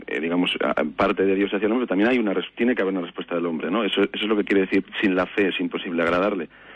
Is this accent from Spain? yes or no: yes; Vitoria, Basque Country, Spain; Buenos días … de Vitoria.